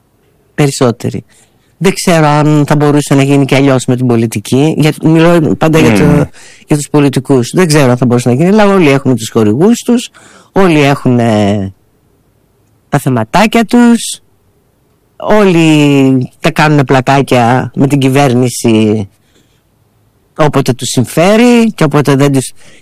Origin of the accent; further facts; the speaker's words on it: Greece; νιώθα περήφανη που είμαι Ελληνίδα.